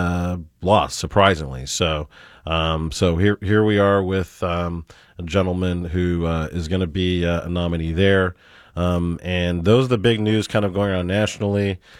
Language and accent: English; Arizona, United States; As we look towards our home state, my home state of Arizona, we have just a bevy of exciting races here.